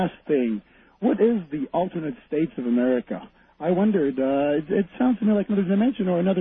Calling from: Quebec City, Quebec, Canada; I'm calling from Quebec City, Canada.

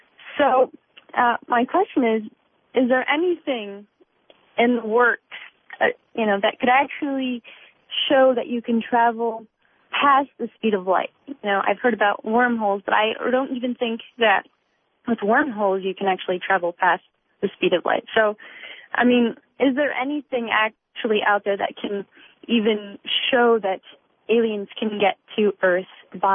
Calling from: Los Angeles, California, United States; I'm calling from Los Angeles

